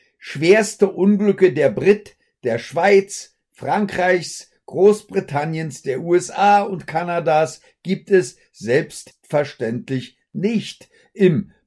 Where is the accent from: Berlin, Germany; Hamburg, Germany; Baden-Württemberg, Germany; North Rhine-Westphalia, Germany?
Berlin, Germany; Und ich als Berliner habe diese Miesquatschnamen sowieso nicht benutzt.